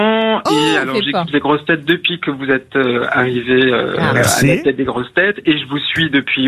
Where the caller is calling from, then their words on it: Grand Est, France; J'habite en Alsace.